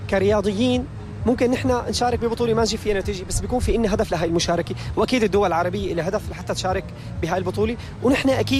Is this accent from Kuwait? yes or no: no; Syria; فهذا الشيء كتير بيفرحنا نحن كسوريين،